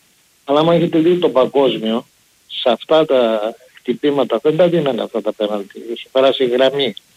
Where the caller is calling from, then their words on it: Germany; είμαι από Γερμανία.